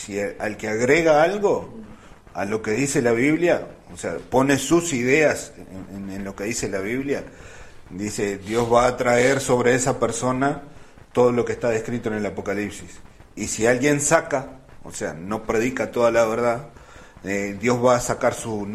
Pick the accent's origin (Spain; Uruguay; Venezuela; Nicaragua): Uruguay; somos un país laico, no tenemos religión y bueno, nosotros no creemos en nada. Como uruguayos nos jactamos de eso